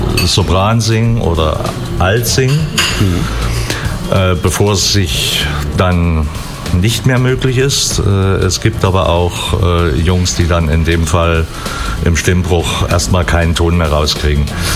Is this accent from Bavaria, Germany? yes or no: no; Thuringia, Germany; Das als Thüringer mal original zu sagen.